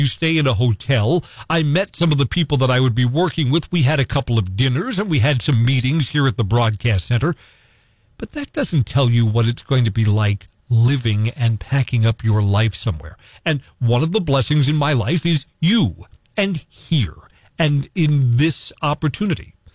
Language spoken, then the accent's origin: English; Fairfield, Connecticut, United States; also born or lived in Brooklyn; home in Fairfield, Connecticut. That's the place that my family moved to when I was in middle school. We moved from Brooklyn to Fairfield.